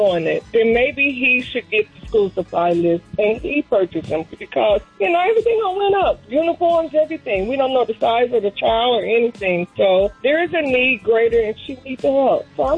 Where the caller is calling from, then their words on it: United States; I'm checking in from Henry County.